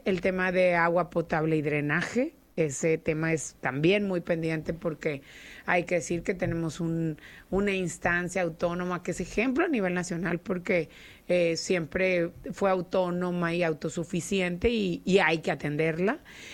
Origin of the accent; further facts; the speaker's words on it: Nuevo León, Mexico; Necesitamos construir ese Nuevo León del que somos dignos los regios.